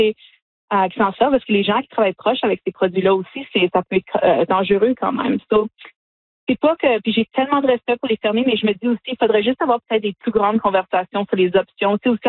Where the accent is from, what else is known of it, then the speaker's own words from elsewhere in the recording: Sudbury, Ontario, Canada; nous, on vient de Sudbury. Donc, c'est une ville minière